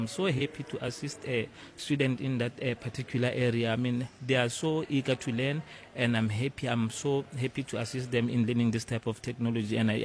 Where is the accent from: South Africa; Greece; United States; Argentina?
South Africa; Mahikeng, North West; now in Limpopo, South Africa; Okay. I'm from Northwest. I'm from Mafikeng.